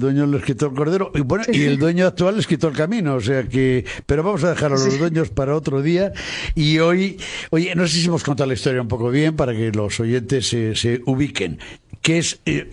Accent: Tamames, Castile and León, Spain; Resulta que en mi pueblo, en Tamames, que están entre sierras, que es la puerta a la Sierra de Francia

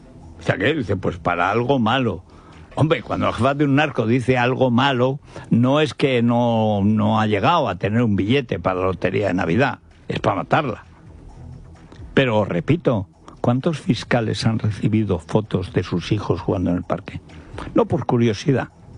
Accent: Teruel, Aragon, Spain; porque en Teruel somos como somos.

